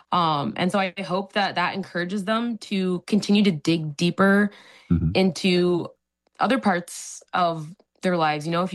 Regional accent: Bloomington, Indiana, United States; My mother's white, my dad is African, and I grew up in Bloomington, Indiana.

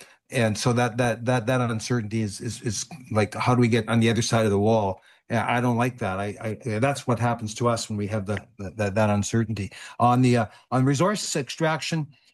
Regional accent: Canada; Oh, I'm very worried. I am, as a Canadian.

